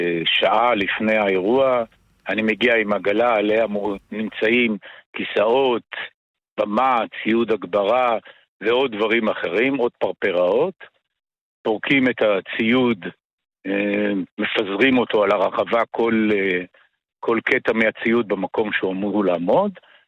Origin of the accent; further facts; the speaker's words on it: Jordan Valley, Northern District, Israel; also born or lived in Ashdod; אני יליד עמק הירדן, נולדתי באשדוד וגר בכנרת.